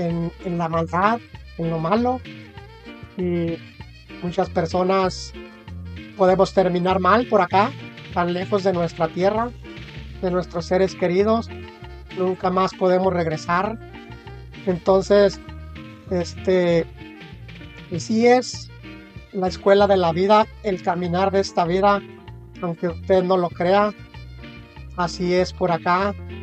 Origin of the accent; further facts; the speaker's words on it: Mexico; moved away; muchos jóvenes, como yo cuando me vine de México, nos venimos con la ambición, con la sed de tener, de tener lo que nunca tuvo uno, llegando a este país donde podamos tener un poquito más que allá.